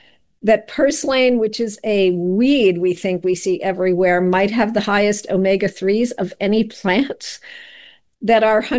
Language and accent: English; East Coast, United States; now in Pittsburgh, United States